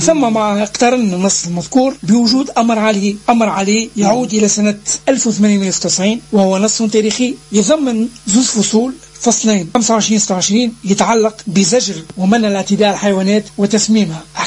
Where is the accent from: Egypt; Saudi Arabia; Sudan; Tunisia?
Tunisia